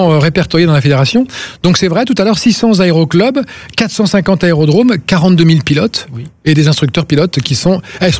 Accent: Pays de la Loire, France; Je suis du Maine-et-Loire, je ne suis pas loin

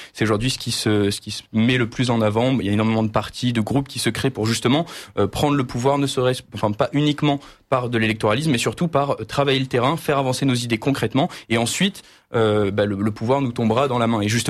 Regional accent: Provence-Alpes-Côte d'Azur, France; moved away as an adult; now in Grenoble, France; je viens d'un petit village du Var, donc rien à voir

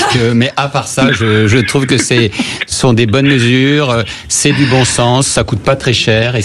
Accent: Paris, Île-de-France, France; parce que moi je suis parisien, hein

